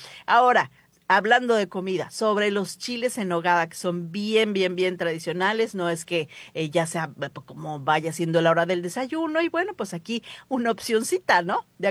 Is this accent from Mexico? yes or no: yes; Mexico; Nosotros sí somos bien mexicanos